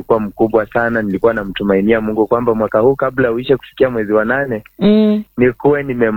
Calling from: Kitale, Trans-Nzoia County, Kenya; Ninatoka maeneo ya Kitale, Trans Nzoia. Ninatoka katika kijiji kidogo eneo la Bikeke. Ninashiriki katika kanisa la Grace Upon Grace International chini ya Bishop Godfrey Wechuli pamoja na Reverend Regina.

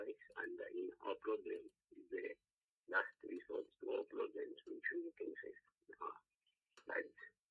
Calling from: Ndola, Copperbelt, Zambia; I'm calling from Ndola.

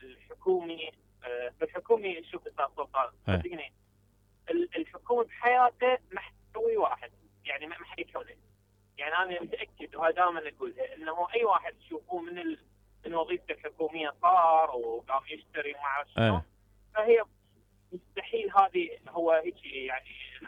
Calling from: Baghdad, Baghdad Governorate, Iraq

